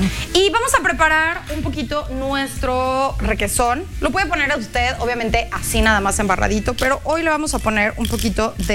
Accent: Mexico; nosotros como mexicanos

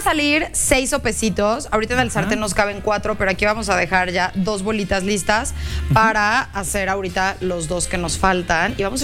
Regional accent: Mexico; ya somos mexicanos.

